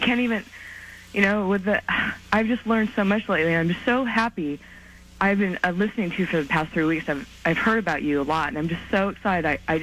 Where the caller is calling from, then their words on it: California, United States; I'm calling from California.